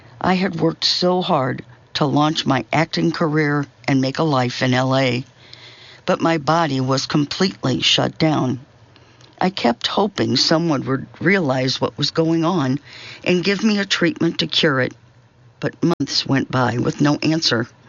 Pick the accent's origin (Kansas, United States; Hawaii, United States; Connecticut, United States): Connecticut, United States; as well as the fact that I grew up in Connecticut, where the tick-borne disease was first found